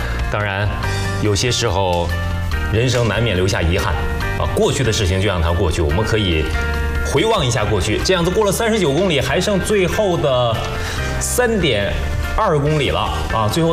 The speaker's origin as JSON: {"language": "Chinese", "region": "Northeast China", "country": "China", "moved": "yes", "said": "作为一名东北人啊，今年是第一次来到东北的城市解说"}